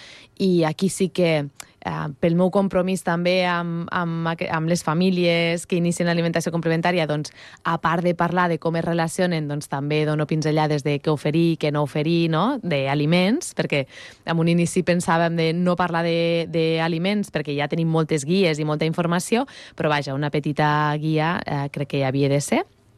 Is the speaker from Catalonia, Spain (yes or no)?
yes; Almenar, Catalonia, Spain; born or raised there